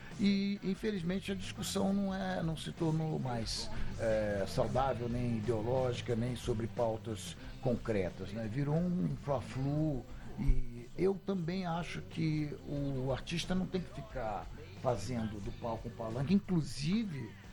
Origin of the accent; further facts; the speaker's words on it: Rio de Janeiro, Brazil; Eu sou carioca, eu sou carioca.